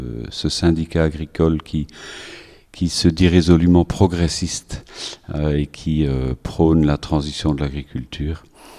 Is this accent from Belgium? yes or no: yes; Leuze-en-Hainaut, Wallonia, Belgium; je viens de la région de Hatte, Leuze-en-Hainaut précisément.